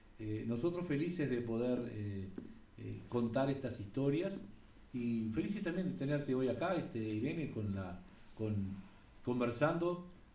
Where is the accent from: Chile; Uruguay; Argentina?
Uruguay; Florida; born there; also born or lived in Santa Lucía, Canelones, Uruguay; now in Cerro, Uruguay; Yo nací en Santa Lucía, departamento de Canelones. Pero viví, desde los 3 años viví en Florida. En distintas partes del departamento, nos mudamos 9 veces dentro del departamento. Y después recalamos acá en Cerro.